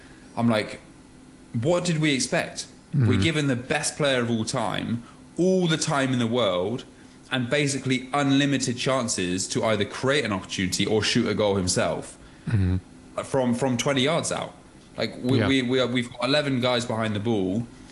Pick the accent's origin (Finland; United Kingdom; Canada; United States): United Kingdom; England; moved away; And that's the frustrating thing as an English fan.